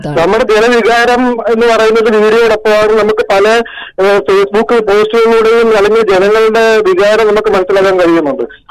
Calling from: Pathanapuram, Kerala, India; ഞാൻ പത്തനാപുരമാണ്.

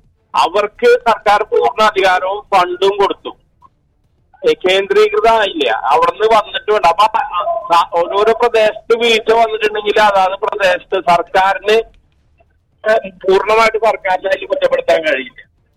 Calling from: Kerala, India; നമ്മള് കേരളത്തില്

